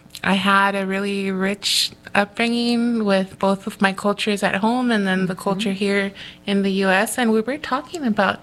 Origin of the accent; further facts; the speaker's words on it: Los Angeles, California, United States; I was born in the East L.A. So yo soy de Boyle Heights, del este de Los Ángeles. And I grew up all around just L.A., like the neighboring small cities. So Montebello, Alhambra, and Monterey Park, which, those were my stomping grounds.